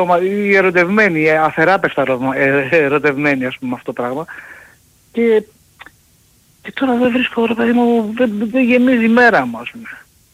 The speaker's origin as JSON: {"language": "Greek", "town": "Paiania", "region": "Attica", "country": "Greece", "said": "είμαι από την Παιανία."}